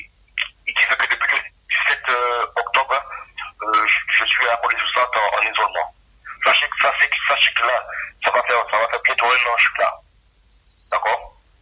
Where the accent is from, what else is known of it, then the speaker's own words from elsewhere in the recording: Guadeloupe; sachez une chose, moi je suis un Guadeloupéen et j'ai le mental, et la force de tenir malgré tout.